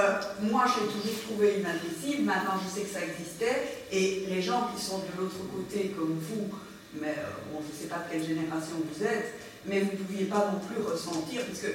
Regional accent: Lubumbashi, Katanga, DR Congo; born there; Enfin, moi je suis né en 55 à l'Université d'Elisabeth-Ville.

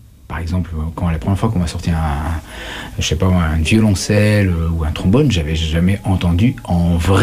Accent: France; moi, je suis français, hein, j'ai eu mon bac, et je suis sorti de mon, entre guillemets, ce qu'on appelle un trou paumé

